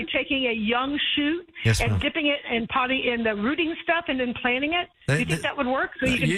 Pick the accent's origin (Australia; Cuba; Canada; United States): United States; San Antonio, Texas; now in Boerne, United States; I've lived in San Antonio, Central Texas, my entire life